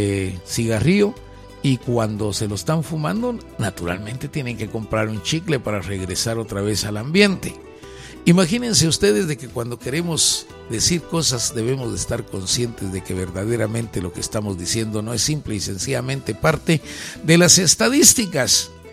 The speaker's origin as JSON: {"language": "Spanish", "country": "Guatemala", "said": "así somos los guatemaltecos"}